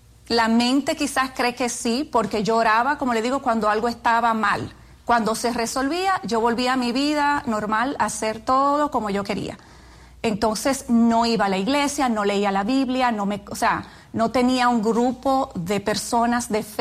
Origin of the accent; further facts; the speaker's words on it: Dominican Republic; moved away as an adult; now in New York, United States; Soy dominicana. Nací en República Dominicana, sí. Y ahí me crié, fui a la universidad en República Dominicana y vine luego a New York a estudiar.